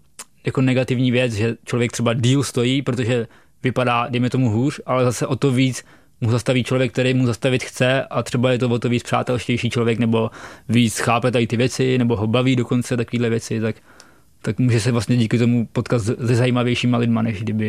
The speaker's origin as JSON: {"language": "Czech", "town": "Chotěboř", "region": "Vysočina Region", "country": "Czechia", "tie": "born there", "said": "No a jednou dokonce v mém rodním městě, jako v Chotěboři"}